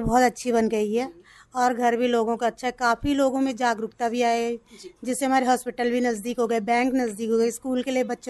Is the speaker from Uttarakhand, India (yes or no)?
yes; Dharmpur, Uttarakhand, India; शादी से पहले तो मैं धर्मपुर में रहते थे जी।